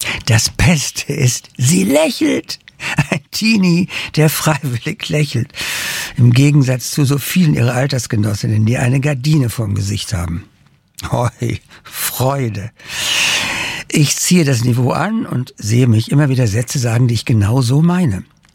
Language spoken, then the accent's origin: German; Darmstadt, Hesse, Germany; geht die Sonne unter, hinter den Darmstädter Palmen. Ein plässlich rosa Himmel und ich freue mich an meiner Heimatstadt.